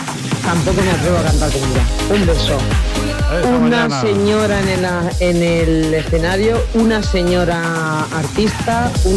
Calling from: Almansa, Castilla-La Mancha, Spain; de Almansa.

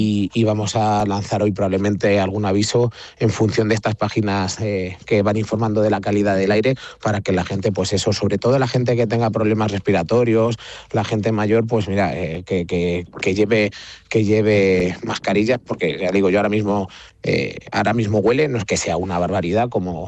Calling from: Castilla-La Mancha, Spain; hasta que yo ya llegué de nuevo a Bayuela

